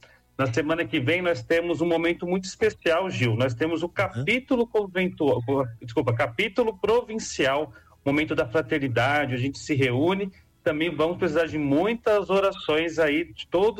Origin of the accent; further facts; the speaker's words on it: São Bernardo do Campo, São Paulo, Brazil; moved away; eu sou natural do Riacho Grande, exatamente daí onde é a sede da Milícia da Imaculada, eu sou do bairro dos Fincos